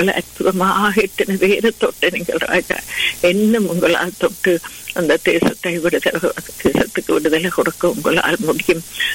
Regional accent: Sri Lanka; moved away; நாங்க பிறந்து வளர்ந்த தேசத்துக்காக அந்த இலங்கை தீவுக்காக

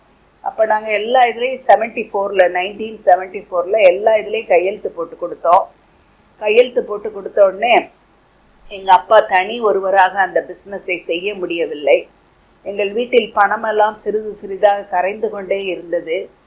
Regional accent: Sattur, Tamil Nadu, India; நான் சாத்தூரில் என் தாய் தகப்பனுக்கு … என் தாயார் பேர் லில்லி. நான் இரண்டாவது மகளாக பிறந்தேன். எனக்கு ஒரு அக்கா, இரண்டு தம்பிகள். கர்த்தரை அறியாத குடும்பத்தில் பிறந்து வளர்க்கப்பட்டேன். எல்லா தெய்வங்களையும் வணங்கி வந்தோம்.

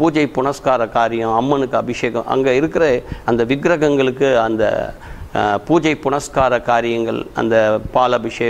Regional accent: Chennai, Tamil Nadu, India; பிறந்து வளர்ந்தது எல்லாமே மயிலாப்பூர் ஆல் இண்டியா பேக் சைடில் காரணீஸ்வரர் கோவில் சீட் நம்பர் 40, அங்கே தான் நான் பிறந்து வளர்ந்தது எல்லாமே.

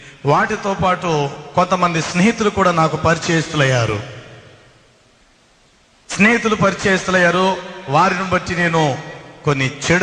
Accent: Rajahmundry, Andhra Pradesh, India; మా స్వగ్రామం Rajahmundry మస్జీద్ centre, Jampeta మస్జీద్ centre.

